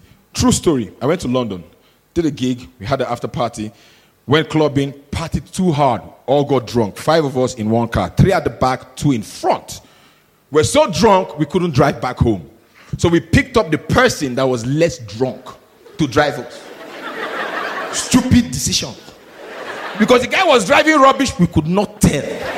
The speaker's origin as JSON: {"language": "English", "country": "Nigeria", "said": "I'm Nigerian. You guys know."}